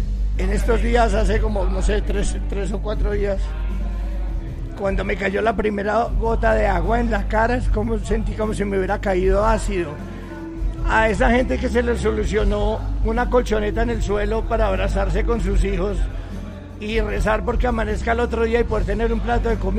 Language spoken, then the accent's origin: Spanish; Pereira, Risaralda, Colombia; yo soy pereirano